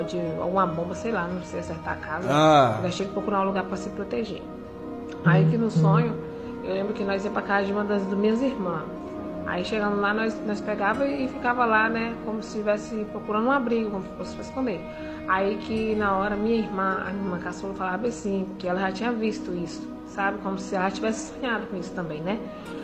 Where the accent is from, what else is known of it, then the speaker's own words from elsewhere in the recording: Brumado, Bahia, Brazil; sou da cidade de Brumado, Bahia.